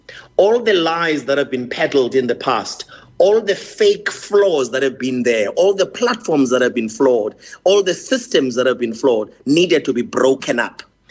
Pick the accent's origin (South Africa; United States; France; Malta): South Africa